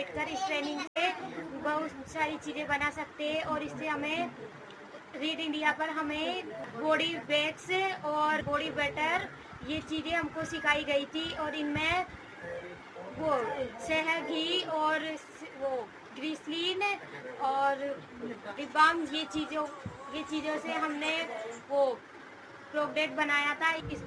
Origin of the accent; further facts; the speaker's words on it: Bhawargarh, Rajasthan, India; मैं भवरगढ़ की रहने वाली हूँ